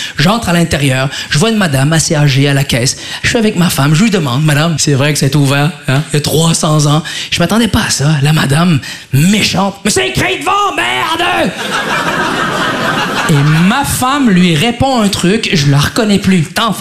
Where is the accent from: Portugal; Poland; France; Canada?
Canada; Quebec; born there; elle est québécoise comme moi. On est nés au Québec